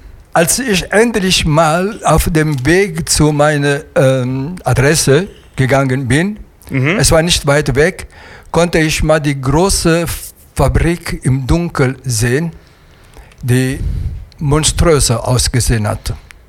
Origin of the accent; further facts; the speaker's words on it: Formia, Lazio, Italy; German is a second language; also born or lived in Latina; now in Remscheid, Germany; Ich bin in Latina geboren, ja. Mhm. Groß geworden bin ich in Formia.